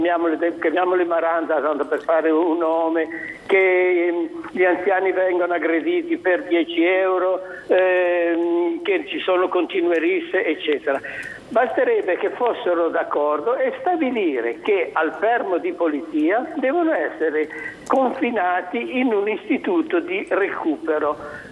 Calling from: Genoa, Liguria, Italy; Genova, io sono genovese

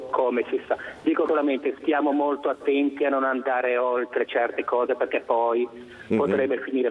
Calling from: Genoa, Liguria, Italy; da Voltri.

